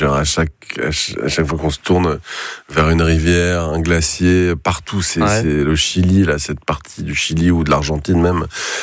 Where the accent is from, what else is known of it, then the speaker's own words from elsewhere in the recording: Saint-Malo, Brittany, France; j'ai grandi, je suis né en Bretagne, à Saint-Malo, voilà, j'ai passé ma vie sur l'eau.